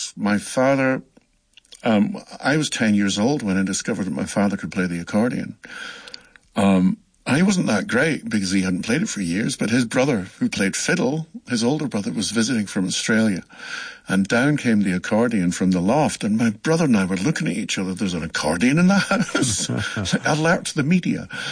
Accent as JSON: {"language": "English", "town": "Paisley", "region": "Scotland", "country": "United Kingdom", "tie": "born or raised there", "moved": "yes", "lives_now": "Ontario, Canada", "said": "I grew up in Paisley, in the west of Scotland. The big town. It's kind of famous for being the biggest town in the UK that isn't a city."}